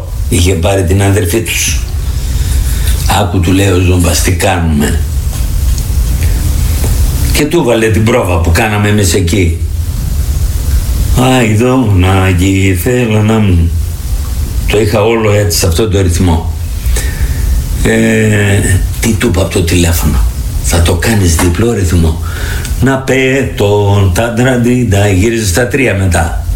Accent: Epirus, Greece; εκτός από το χωριό μου εκεί. Από τη Θεσποτεία.

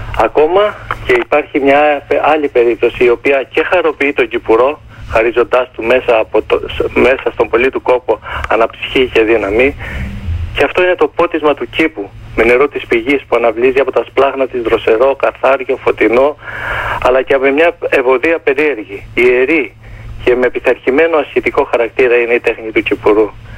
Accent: Agrafa, Greece; Μάλιστα μου είχε ζητήσει και του είχα στείλει από τα άγραφα από την πατρίδα μου σπόρους για κολοκύθια, ρίγανη, φασόλια

